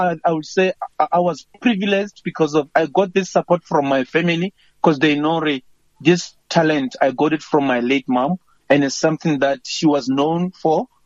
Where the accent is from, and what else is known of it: Limpopo, South Africa; moved away